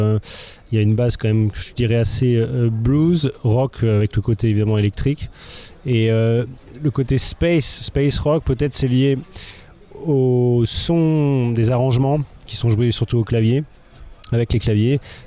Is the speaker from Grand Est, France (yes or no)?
no; Avranches, Normandy, France; born there; je suis né à Avranches, donc non loin d'ici aussi. Donc j'habite aussi pas loin d'ici, donc du Sud-Manche, on peut dire